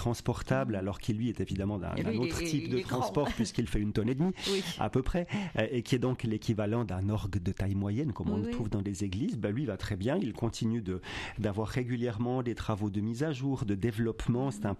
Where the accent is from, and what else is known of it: Switzerland; now in France